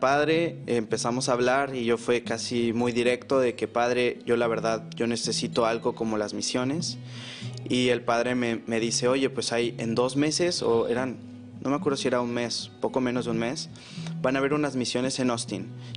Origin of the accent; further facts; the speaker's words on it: Mexico; now in Miami, United States; Texas está lleno de mexicanos. Entonces sí fue una manera de también sentirme en mi tierra. Y de ver que también, no importar que estoy en Estados Unidos, puedo ser yo mismo